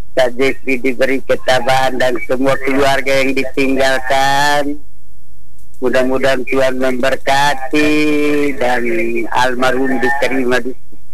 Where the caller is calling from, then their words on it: East Nusa Tenggara, Indonesia; Ini saya di Haumeni, desa Sainiu.